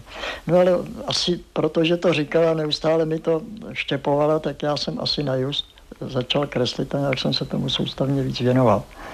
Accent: South Bohemian Region, Czechia; no, dělal jsem tady zkoušky a teď vidím, že nejsem přijatým, jsem z Jižní Čech.

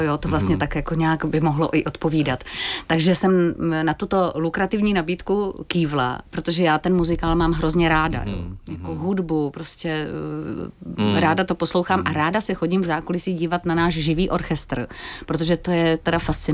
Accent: Prague, Czechia; moved away; also born or lived in Ostrava; My jsme 2 roky si tak nějak zvykali vlastně na ten hektický pražský život. A to jsem teda z Prahy

